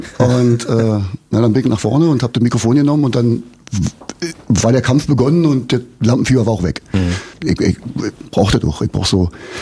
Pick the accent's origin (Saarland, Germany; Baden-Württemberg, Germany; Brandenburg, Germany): Brandenburg, Germany; Schon ein Grund mehr zu sagen, wir kommen aus Brandenburg.